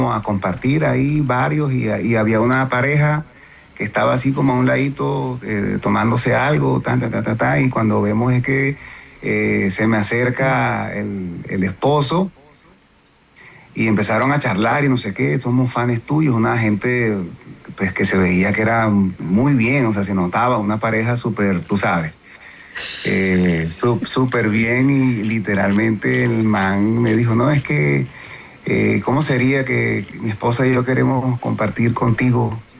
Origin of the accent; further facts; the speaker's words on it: Maicao, La Guajira, Colombia; en mi pueblo, Maicao.